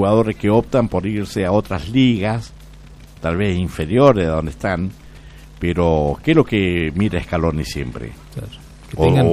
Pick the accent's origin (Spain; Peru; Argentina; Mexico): Argentina; Nosotros como argentinos